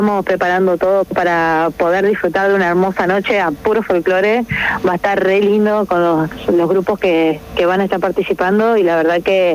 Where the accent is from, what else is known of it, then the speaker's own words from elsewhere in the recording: Paraná, Entre Ríos, Argentina; en este momento la mayoría somos de acá de Paraná.